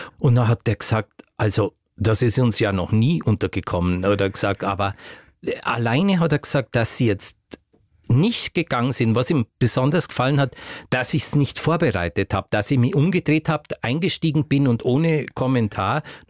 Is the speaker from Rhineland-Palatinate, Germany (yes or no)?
no; Bavaria, Germany; accent: Swabian-Bavarian